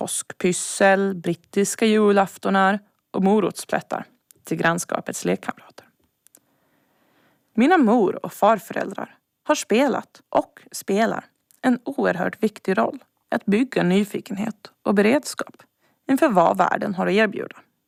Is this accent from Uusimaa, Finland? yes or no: no; Godby, Åland, Finland; born there; moved away; Hon arbetade i köket på Godbydaghem när jag gick mina första år på dagis.